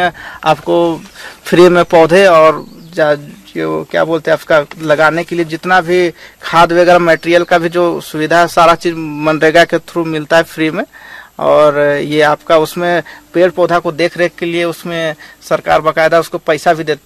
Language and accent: Hindi; Jharkhand, India; मेरे झारखंड में बात करूँ तो मैं झारखंड में से हूँ